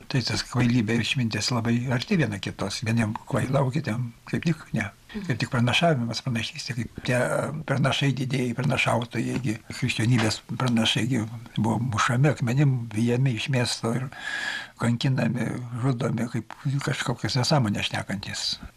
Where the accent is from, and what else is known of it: Samogitia, Lithuania